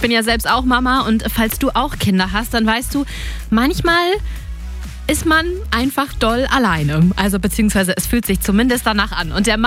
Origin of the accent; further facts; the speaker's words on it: Oldenburg, Lower Saxony, Germany; Als ich gesehen habe, was es jetzt bei mir in meiner Heimat Oldenburg absolut mega cooles für Mamas gibt, ist mir so ein bisschen mein Herz aufgegangen